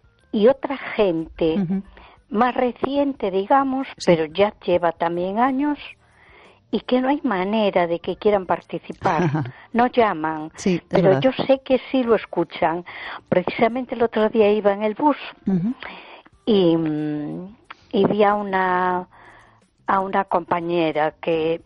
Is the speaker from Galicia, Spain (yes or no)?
yes; A Coruña, Galicia, Spain